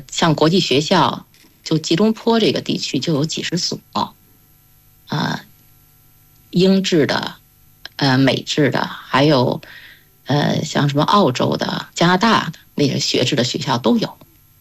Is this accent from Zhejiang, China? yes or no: no; Beijing, China; moved away as an adult; now in Kuala Lumpur, Malaysia; 我呢是之前一直在北京嘛，我是北京人，然后我从来没想到过说有一天我会到另外一个国家去生活。